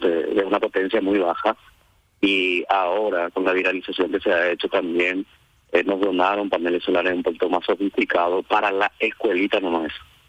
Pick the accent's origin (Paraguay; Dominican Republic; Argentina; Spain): Paraguay; Arroyos y Esteros, Cordillera; Yo soy de Arroyo y Estero, soy del centro de Arroyo y Estero. Estoy en la zona urbana.